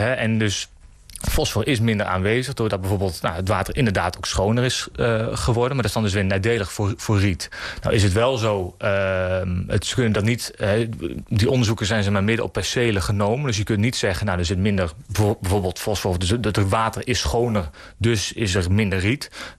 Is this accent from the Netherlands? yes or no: yes; Sint Jansklooster, Overijssel, Netherlands; Ja, ik kom zelf uit het Sint-Jansklooster.